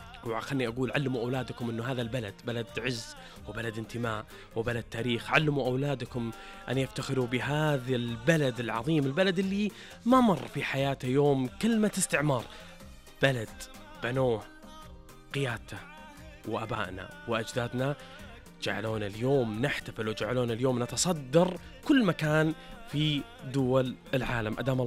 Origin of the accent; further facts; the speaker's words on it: Saudi Arabia; نعيش فترة عظيمة جدا لنا كسعوديين